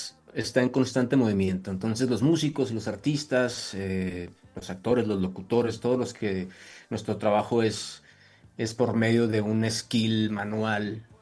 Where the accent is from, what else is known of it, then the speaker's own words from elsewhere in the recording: northern Mexico, Mexico; now in Mexico City, Mexico; llegué a la Ciudad de México en el año 2000, yo soy del norte de la República Mexicana